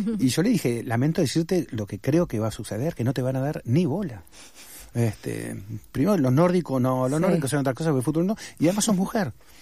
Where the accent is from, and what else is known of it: Argentina